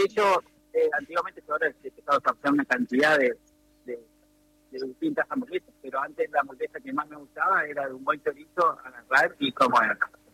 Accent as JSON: {"language": "Spanish", "town": "Viale", "region": "Entre Ríos", "country": "Argentina", "tie": "born there", "lives_now": "Paraná, Argentina", "said": "Claro, yo tenía acá a 50 kilómetros, tengo donde nací en Viale"}